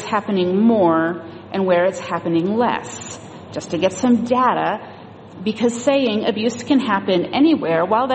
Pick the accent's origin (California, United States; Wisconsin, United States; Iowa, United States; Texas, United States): California, United States; Modesto; My hometown newspaper, the Modesto Bee, ran a story about the church where I grew up. I grew up outside of the LDS church